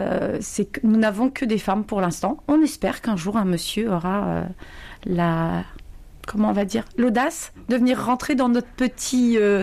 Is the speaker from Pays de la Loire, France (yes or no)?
yes; Nantes, Pays de la Loire, France; now in La Rochelle, France; à la base, je suis nantaise.